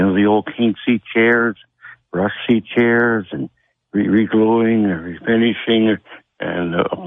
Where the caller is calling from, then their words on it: Pennsylvania, United States; I'm 60 miles from Philadelphia, with Bethlehem or Allentown.